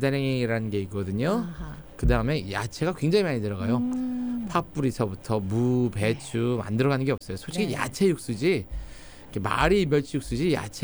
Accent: South Korea; now in Los Angeles, United States; 한국 사람으로서

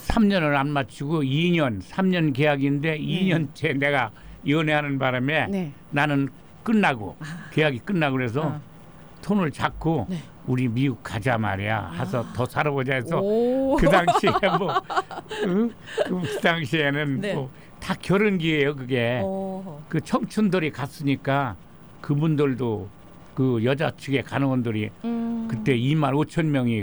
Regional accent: Gongju, South Chungcheong, South Korea; moved away as an adult; now in United States; 공주 충남 공주.

